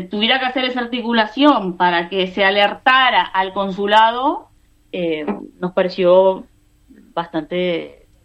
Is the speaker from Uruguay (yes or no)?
yes; Uruguay; now in Spain; esto no lo digo yo como uruguaya